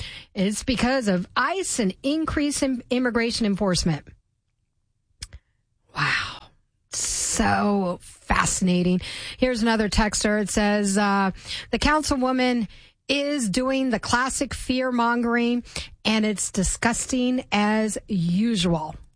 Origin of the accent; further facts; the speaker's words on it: Silver Spring, Maryland, United States; because I grew up in Silver Spring, and my parents pulled me out of public school. I did public school for elementary and middle school. They pulled me out for high school.